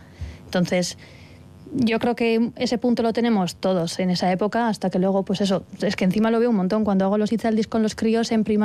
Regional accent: San Sebastián, Basque Country, Spain; fue la primera vez que yo soy de Donosti, entonces la primera vez que salía de casa durante 4 años, eso, a apañártelas tú, fuera de casa

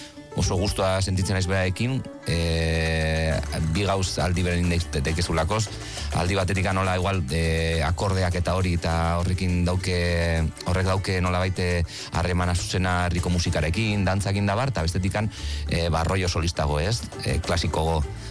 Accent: Bilbao, Basque Country, Spain; Bilbotarra naiz peto-petoa la peñakoa

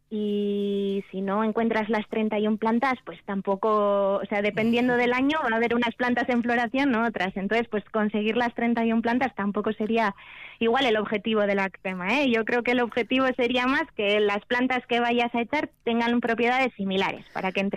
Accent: Vitoria-Gasteiz, Basque Country, Spain; now in Araia, Spain; Yo soy de Gasteiz, pero bueno, llevo ya años viviendo en Araya

